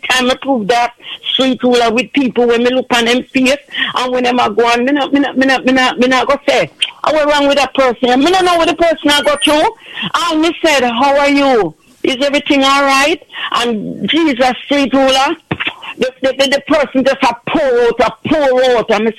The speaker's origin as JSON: {"language": "English", "country": "Jamaica", "said": "We as Jamaican, we have to learn to live good with our one another."}